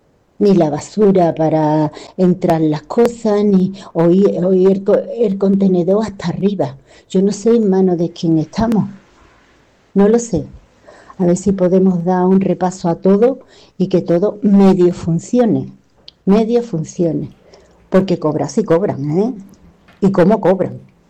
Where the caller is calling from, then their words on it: Seville, Andalusia, Spain; Vivo en Sevilla oficialmente, pero aquí estoy algunas veces